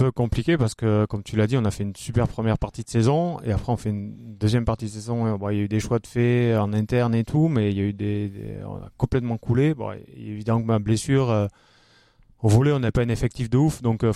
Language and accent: French; Occitanie, France; moved away; je vais rentrer dans l'Aveyron